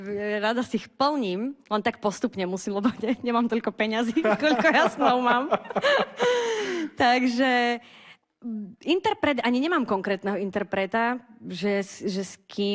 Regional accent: Bardejov, Prešov Region, Slovakia; ja pochádzam zo sídliska Vimbark v Bardejove

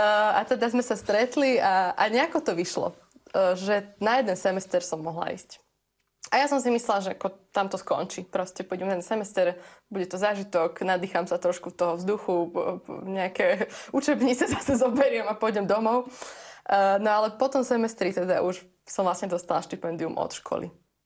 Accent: Partizánske, Trenčín Region, Slovakia; moved away as an adult; z Partizanského, že mám 18

